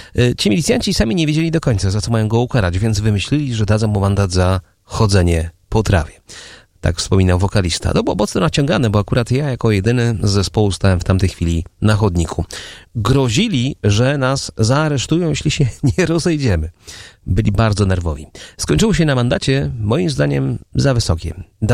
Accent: Poznań, Greater Poland Voivodeship, Poland; A teraz historia z mojego rodzinnego miasta, z którego teraz do Państwa zresztą mówię. Z Poznania.

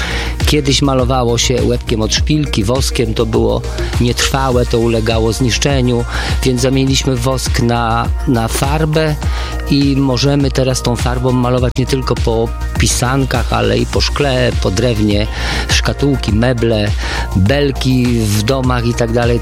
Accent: Lower Silesian Voivodeship, Poland; born there; Ja się urodziłem na Dolnym Śląsku i tu są spotkanie kilku kultur praktycznie, nie?

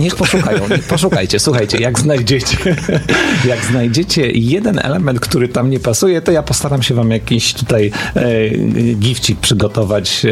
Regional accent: Płock, Masovian Voivodeship, Poland; tutaj u nas w Płocku

